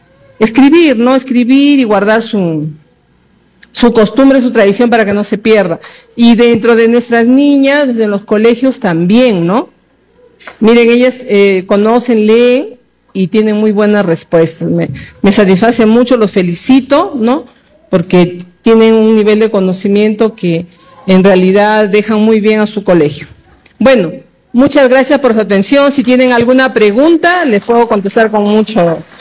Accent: Peru; Orgullosos de ser peruanos, ¿no? Somos blancos, somos morenitos, trigueñitos, negritos, ¿no? Pero todos somos peruanos.

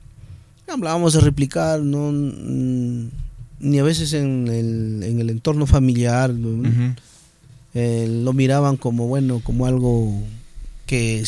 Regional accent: Peru; Yo vengo del país más cochino de América Latina, vengo de Perú.

